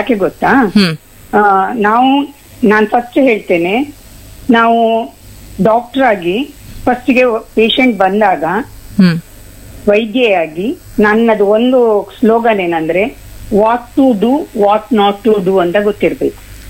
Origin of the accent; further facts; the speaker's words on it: Mangaluru, Karnataka, India; moved away as an adult; now in Saligrama (Sasthana), India; ನಾನು ಮಂಗಳೂರು ಬದಿಯವಳು, ಮದುವೆ ಆಗಿ ಸಾಸ್ತಾನ ಊರಿಗೆ ಬಂದೆ, 30 ವರ್ಷ ಆಯ್ತು.